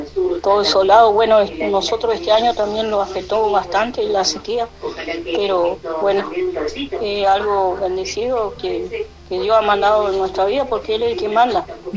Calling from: Río Negro, Argentina; Yo soy de Panquehuá, pero ahora estoy acá en Bariloche.

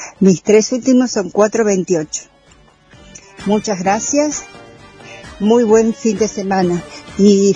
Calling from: Rama Caída, Mendoza, Argentina; soy de Rama Caída

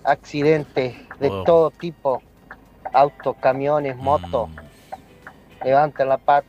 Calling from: Crespo, Entre Ríos, Argentina; de Crespo.

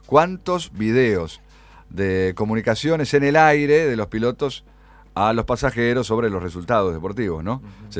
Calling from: Oro Verde, Entre Ríos, Argentina; de Oro Verde.

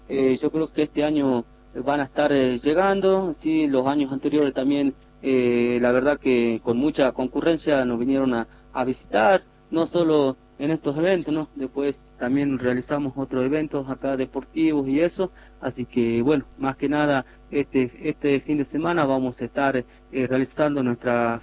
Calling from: Muñayoc, Jujuy, Argentina

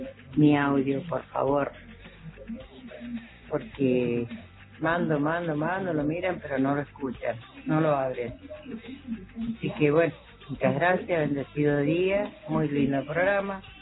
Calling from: Colonia Elena, Argentina; Soy de acá de Colonia Elena.

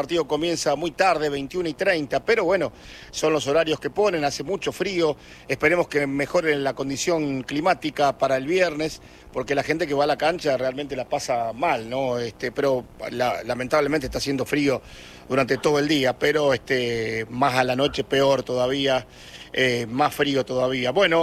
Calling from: Ibarlucea, Santa Fe, Argentina; de Ibarlucea, Santa Fe.

